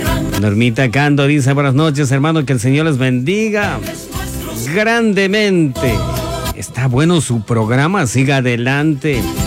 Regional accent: Ecuador; Todo ecuatoriano, aunque pierda, gane, apostamos a nuestra querida selección

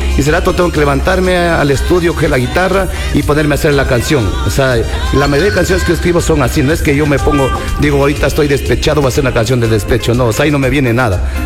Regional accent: Nanegalito, Pichincha, Ecuador; now in Cayambe, Ecuador; yo soy de una parroquia un poquito alejada de Cayambe, que se llama Nanegalito, y entonces campo.

